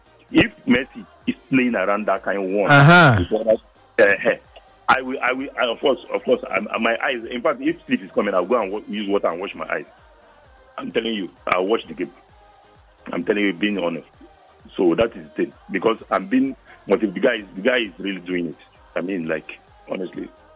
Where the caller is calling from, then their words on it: Nigeria; I'm calling from Madara.